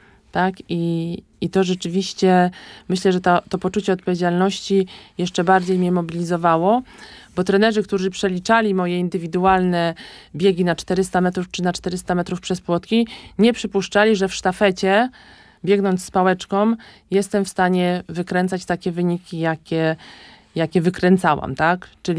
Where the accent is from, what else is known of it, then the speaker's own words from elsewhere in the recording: Łódź, Łódź Voivodeship, Poland; Zawsze mieszkałam w Łodzi, jestem rodowitą łodzianką